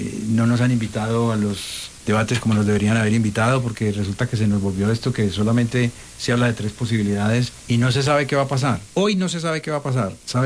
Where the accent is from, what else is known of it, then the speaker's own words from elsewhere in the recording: Antioquia, Colombia; somos paisas los dos, los vamos a representar muy bien, vamos a defender los intereses de todos los paisas del departamento, para que Antioquia siga adelante